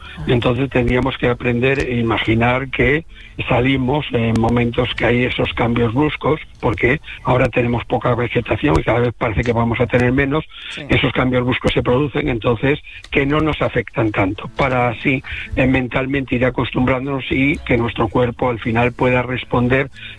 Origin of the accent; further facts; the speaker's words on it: Galicia, Spain; Como buen gallego voy allí.